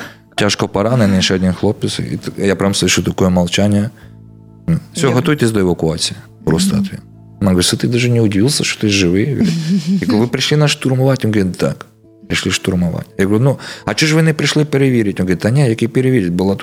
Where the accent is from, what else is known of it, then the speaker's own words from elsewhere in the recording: Odesa, Odesa Oblast, Ukraine; Я одесит.